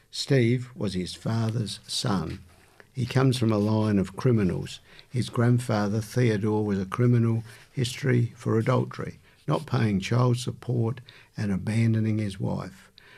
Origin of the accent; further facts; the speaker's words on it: Yorkshire and the Humber, United Kingdom; accent: Yorkshire; now in United States; I brought my Yorkshire accent all the way to America, but I get it.